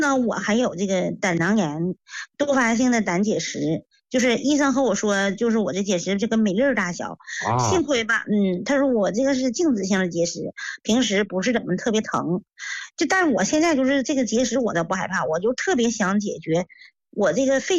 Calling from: Anshan, Liaoning, China; 我是鞍山的朋友。

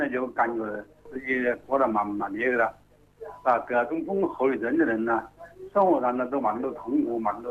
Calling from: Jingzhou, Hubei, China; 我是湖北省荆州市。沙市区改房路。

